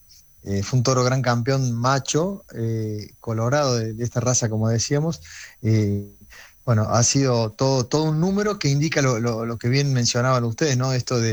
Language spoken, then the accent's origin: Spanish; Argentina